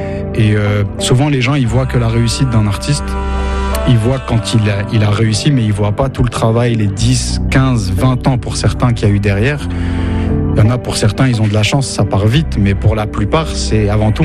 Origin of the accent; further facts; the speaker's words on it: France; Et du coup, nous, on compose avec cette double culture, cette double identité. Et ça fait partie de moi, en fait. Donc, je me considère vraiment comme ça, un Français du bled. Même si je suis fier d'être Français aussi. Mais j'oublie pas mes racines, mes origines.